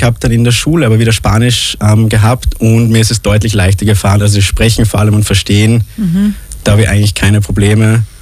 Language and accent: German; Salzburg, Austria; also born or lived in Granada, Spain; Ich bin aufgewachsen im schönen Salzburg, am Wolfgangsee bin ich groß geworden.